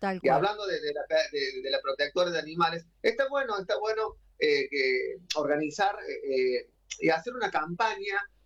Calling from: Ballester, Argentina; a todos los ballesterenses

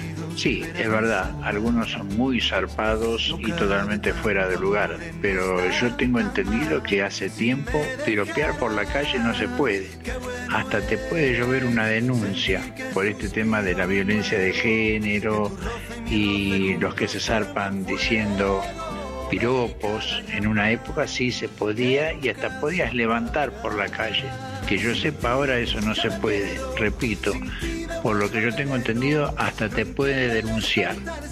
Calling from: Buenos Aires, Argentina; de Capital.

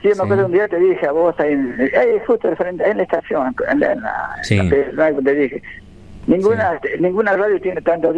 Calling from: Tucumán, Argentina; Yo soy de Tucumán.

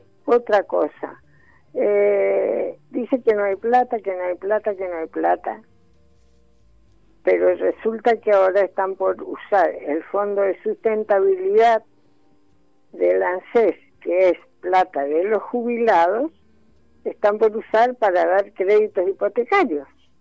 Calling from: Goya, Corrientes, Argentina; de Goya, Corrientes.

